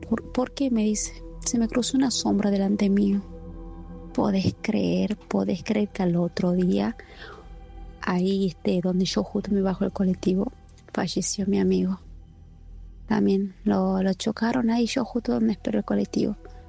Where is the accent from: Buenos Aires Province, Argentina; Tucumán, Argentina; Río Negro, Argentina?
Tucumán, Argentina; Famaillá; Yo venía de estudiar, yo soy de Famaillá. Bueno, yo venía de estudiar de San Miguel del Tucumán, de la capital.